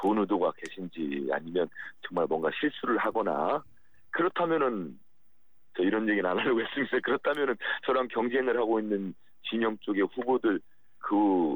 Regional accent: North Jeolla, South Korea; 저도 전북 출신입니다만은

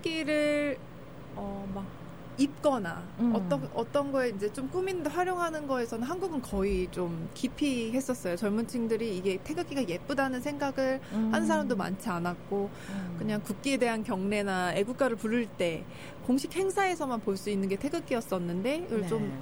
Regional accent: South Korea; moved away; also born or lived in United States; 대한민국 국민으로서

